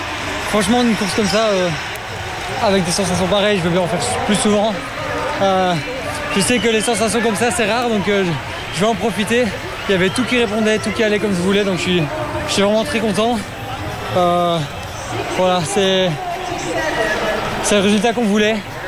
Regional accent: Belgium; mes racines sont belges. Je le dois au Luxembourg parce que c'est eux qui m'ont accueilli. Mais effectivement, je m'entraîne en Belgique. J'habite en Belgique. Je suis belge aussi.

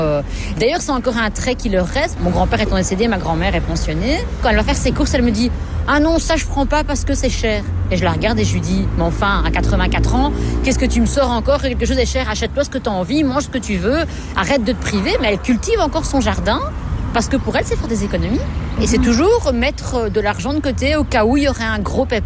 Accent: Belgium; Moi, je suis belge maintenant et j'ai grandi ici, je suis née ici.

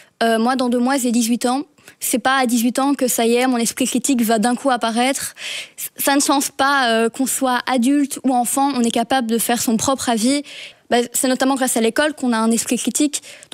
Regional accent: Liège, Wallonia, Belgium; notamment à Liège, parce que je suis liégeoise

